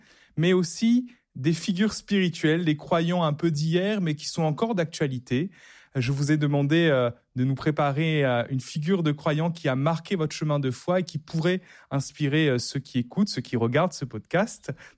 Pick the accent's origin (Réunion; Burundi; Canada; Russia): Réunion; Ça me touche particulièrement parce que moi, je suis réunionnais et Saint François Xavier, c'est le saint patron du diocèse de la Réunion.